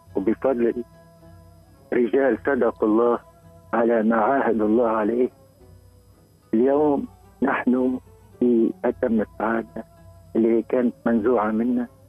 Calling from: Tunisia; أنا نتشرف باش نكون تونسي اليوم

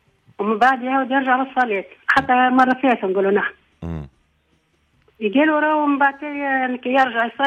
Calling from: Kairouan, Kairouan Governorate, Tunisia; من القرويات.

